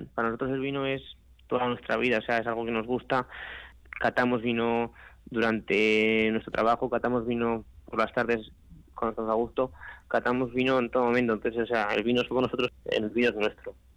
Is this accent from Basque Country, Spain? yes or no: yes; Samaniego, Basque Country, Spain; Sí, yo soy de Samaniego